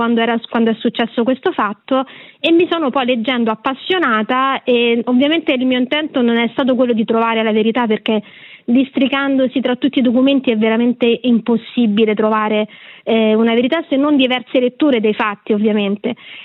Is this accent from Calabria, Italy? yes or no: no; Rome, Lazio, Italy; camminando sotto, sono di Roma, sotto Castel Sant'Angelo